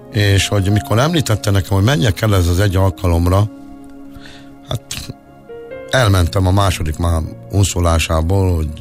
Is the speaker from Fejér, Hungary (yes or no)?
no; Budapest, Hungary; Budapesten, a hétkerületben, mert én Klauzár téren nőttem föl, ott is jártam suliba, a Dohány utcába